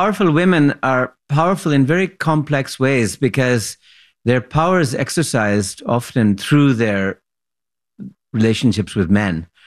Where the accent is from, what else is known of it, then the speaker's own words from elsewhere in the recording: Lahore, Punjab, Pakistan; I was brought up in Lahore, and we had these, you know, wonderful old you know, they're called servants, I guess.